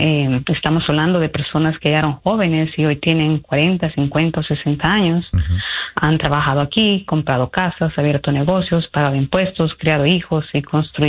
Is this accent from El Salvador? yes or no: yes; El Salvador; now in United States; yo, como salvadoreña, me atrevería a decir que muchos de nuestros compatriotas se han dormido en sus laureles